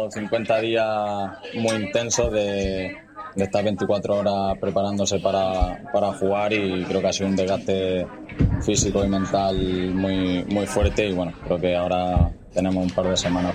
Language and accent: Spanish; Roquetas de Mar, Andalusia, Spain; moved away